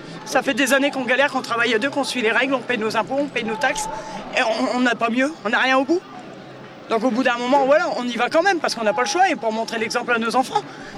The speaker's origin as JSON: {"language": "French", "region": "Hauts-de-France", "country": "France", "said": "Je viens d'à côté de Noyon, là, un petit village, un hameau à côté de Noyon, qui est relié à Noyon."}